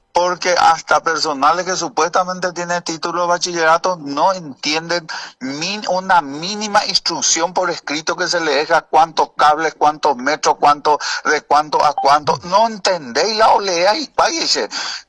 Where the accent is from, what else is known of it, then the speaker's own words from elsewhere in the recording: Carapeguá, Paraguarí, Paraguay; mi valle carapegüeño